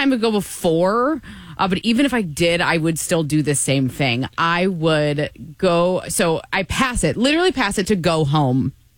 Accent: Michigan, United States; born or raised there

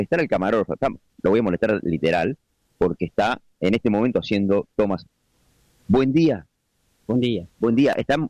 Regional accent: Argentina; Somos de Argentina.

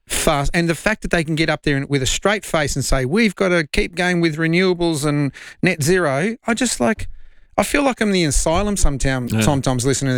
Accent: Australia; And I thank him very much as an Australian citizen.

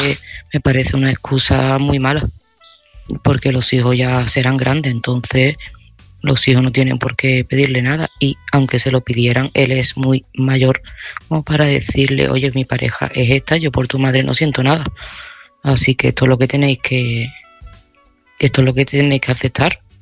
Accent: Seville, Andalusia, Spain; este mensaje va para Mercedes.

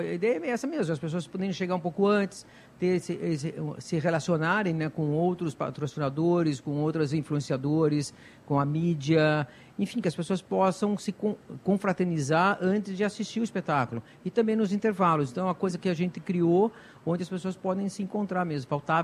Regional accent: Curitiba, Paraná, Brazil; now in Joinville, Brazil; eu vim para Joinville, vim de Curitiba para Joinville, moro aqui já há algum tempo

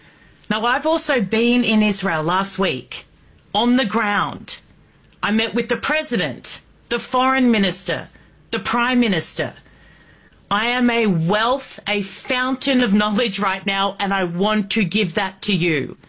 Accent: Australia; now in United States; I am an Australian broadcaster. It is such a pleasure to fill in for the great one for you this evening. And ladies and gentlemen, I may be from down under, but I promise you I am highly engaged in all things America.

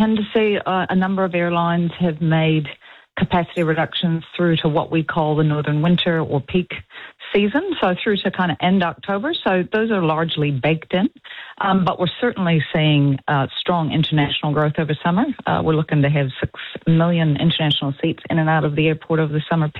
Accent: New Zealand; as a Kiwi

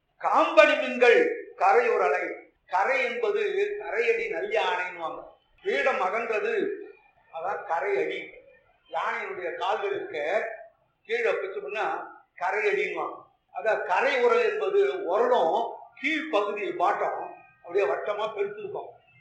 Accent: Kanchipuram, Tamil Nadu, India; நான் காஞ்சிபுரத்தை சேர்ந்தவன்றதுனால

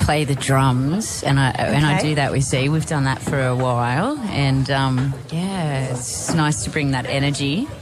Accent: New South Wales, Australia; Well, I'm personally from the North Coast, but I've got a little shack in the bush with my kelpie, and we like to grow food and stuff.

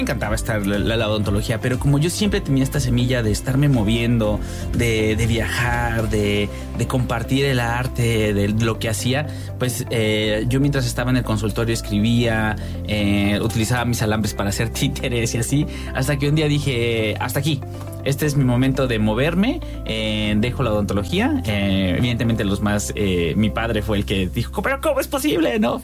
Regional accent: Jalpan, Querétaro, Mexico; Yo soy de Jalpan. Sí, ahí crecí.

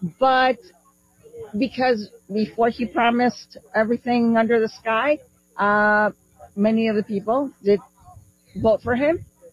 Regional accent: Chicago, Illinois, United States; I grew up on 26th Street.

